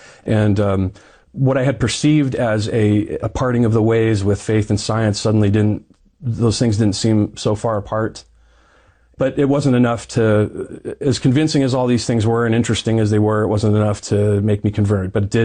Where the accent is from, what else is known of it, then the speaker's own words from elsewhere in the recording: California, United States; I grew up in the San Bernardino Mountains in Southern California, and I'd moved to San Diego